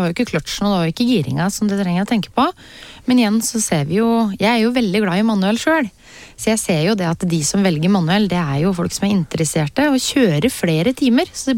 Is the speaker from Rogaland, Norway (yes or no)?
no; Hønefoss, Buskerud, Norway; now in Toten, Norway; for jeg kom jo opprinnelig fra Hønefoss.